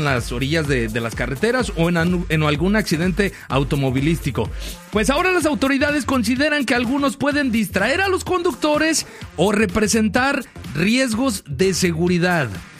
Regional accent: Mexico; uno como mexicano, uno como latino, ¿verdad? Tiende a poner... Mexicano más que nada.

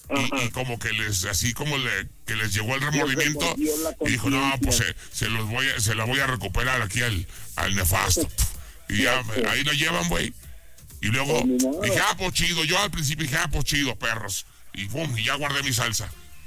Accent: Jalisco, Mexico; de mi tierra jalisciense

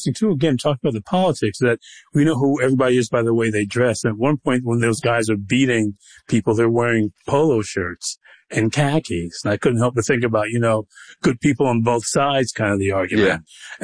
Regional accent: Detroit, Michigan, United States; I'm from Detroit, so unfortunately I've lived through that part of Ohio a lot.

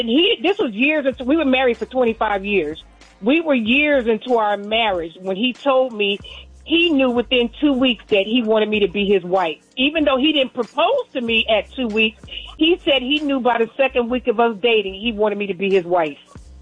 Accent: New Jersey, United States; now in Atlanta, United States; we came from the north and moved down here to Atlanta, but I grew up in Jersey

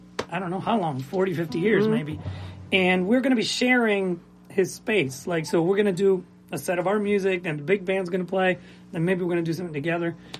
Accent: Lima, Peru

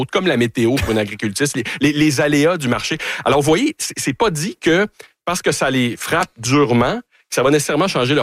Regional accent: Canada; Mais c'est drôle, mais quand on dit qu'on est Canadien, honnêtement, sur le terrain, il y a beaucoup de gardes qui tombent

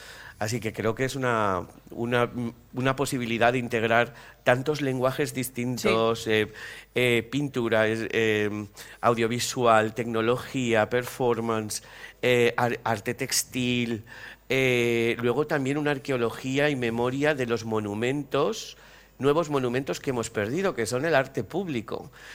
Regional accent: Algemesí, Valencian Community, Spain; Yo soy de Algemesí, viví la del 82, luego creo que la del 87 y ahora esta.

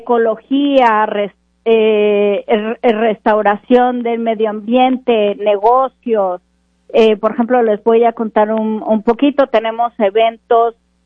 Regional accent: Mexico; moved away; cómo somos los mexicanos

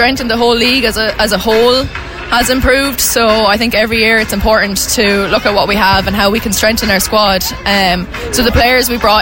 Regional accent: Athlone, Westmeath, Ireland; I want to stay at Athlone. I mean, it's my hometown.

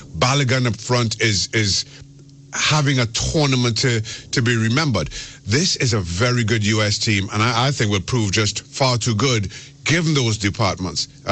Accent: Trinidad & Tobago; You mentioned I'm from Trinidad and Tobago, so I grew up playing against the U.S. at junior national levels.

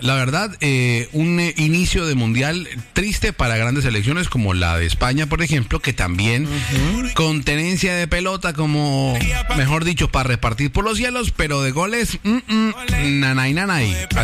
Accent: Colombia; No, pues claro, pues yo soy colombiano.

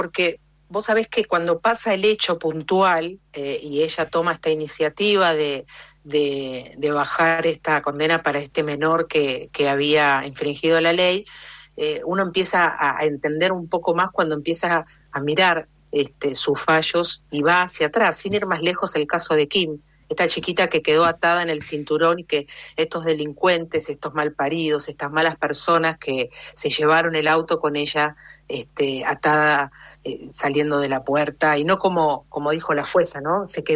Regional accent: Bernal, Buenos Aires Province, Argentina; also born or lived in Avellaneda; fui a la escuela en Avellaneda, pero soy de Bernal, de partido de Quilmes

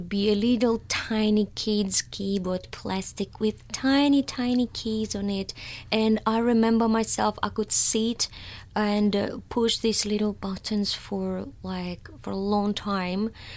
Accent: Russia; moved away as an adult; now in Australia; apparently, and I'm from Russia and have been in Australia for the last almost 9 years.

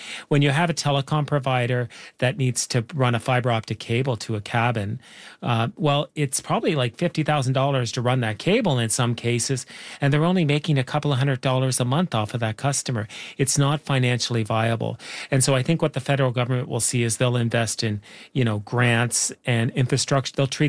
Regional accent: Nova Scotia, Canada; I grew up in Nova Scotia and I remember trying to get internet at my parents' cabin

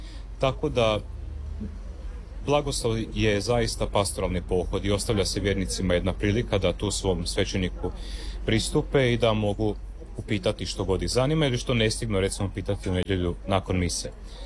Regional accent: Croatia; now in Adelaide, Australia; Redovni blagoslov kuća se obavlja otprilike u istome terminu kada je kod nas u Hrvatskoj

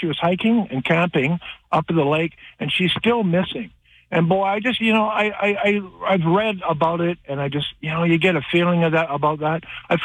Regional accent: British Columbia, Canada; now in Alberta, Canada; I'm in Alberta now, but I was raised, born and raised in Vancouver Island

